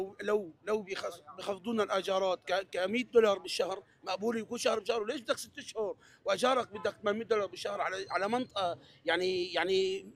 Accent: Homs, Homs Governorate, Syria; اني انا اليوم من الشعب السوري، انا من حمص

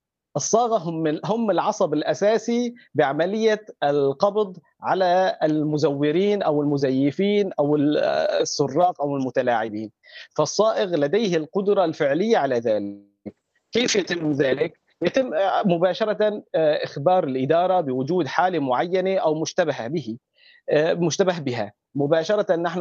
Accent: Aleppo, Aleppo Governorate, Syria; حاليا نحن بسوريا لا يوجد سوق، لا يوجد به على الأقل جهاز عيار واحد. مثلا نحن عندنا في حلب مثلا ربما يكون عندنا قرابة تقريبا بحلب 20 جهاز

